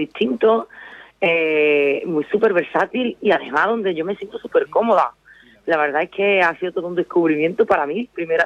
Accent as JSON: {"language": "Spanish", "town": "Sanlúcar de Barrameda", "region": "Andalusia", "country": "Spain", "moved": "yes", "said": "Yo cada vez que vengo a mi tierra"}